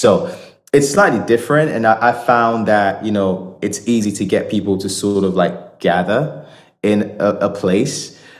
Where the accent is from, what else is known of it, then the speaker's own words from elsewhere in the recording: Nigeria; also born or lived in United Kingdom; You know, I lived in the UK for 18 years. I'm also Nigerian, so Nigerian humor is very like outlandish